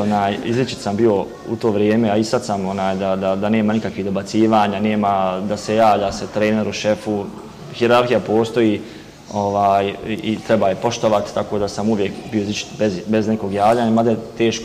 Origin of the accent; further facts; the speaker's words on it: Ričice, Federation of Bosnia and Herzegovina, Bosnia & Herzegovina; Rahmetli Dido je prešao kasnije u Ričice i ja sam dosta djetinjstva provio Ričicama, sa očeve strane